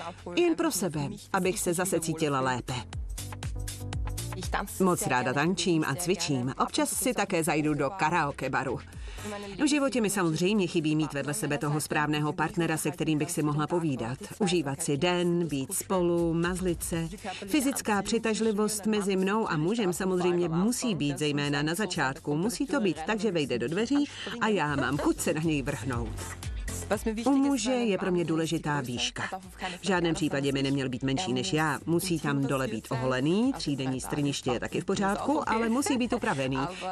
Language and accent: Czech; Vienna, Austria; Jsem z Vídně.